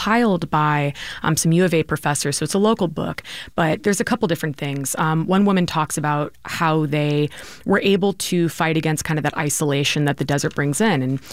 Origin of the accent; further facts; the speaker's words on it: Cave Creek, Arizona, United States; Cave Creek, if you haven't been, small town, probably 10, 15 years ago when I would go into Phoenix and say, I'm from Cave Creek, you know, I'm 30 minutes away, people wouldn't even know where it was. So a little different now, but, you know, it's beautiful when you're up there.